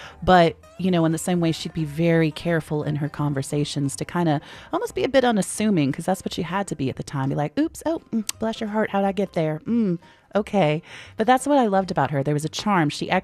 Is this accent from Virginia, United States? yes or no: yes; Virginia, United States; When I moved to East Tennessee from Virginia